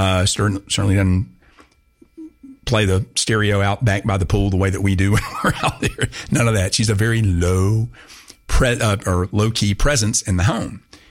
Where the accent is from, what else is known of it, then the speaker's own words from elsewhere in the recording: Augusta, United States; born there; When my parents moved back to Augusta, I was born in January 65.